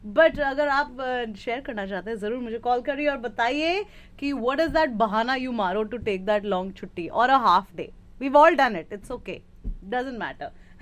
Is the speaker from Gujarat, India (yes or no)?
no; West Bengal, India; पर मैं बंगाली हूँ, बंगाली में हम सब खाते हैं